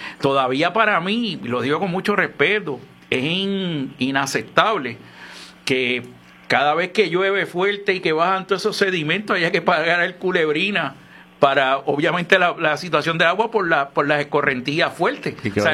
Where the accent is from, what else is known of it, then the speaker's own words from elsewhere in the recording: Puerto Rico; nosotros como puertorriqueños